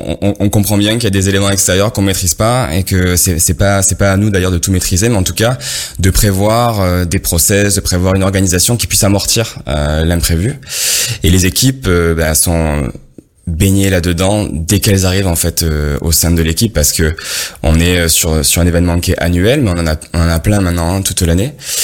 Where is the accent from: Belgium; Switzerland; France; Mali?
France; Marseille, Provence-Alpes-Côte d'Azur; Marseille, c'est ma ville natale, c'est ma ville de cœur.